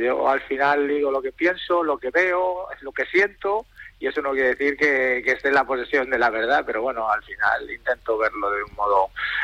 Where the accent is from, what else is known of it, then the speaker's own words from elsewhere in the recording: Madrid, Community of Madrid, Spain; now in A Coruña, Spain; creo que soy más coruñés que madrileño ahora, por el tiempo que llevo ya en la ciudad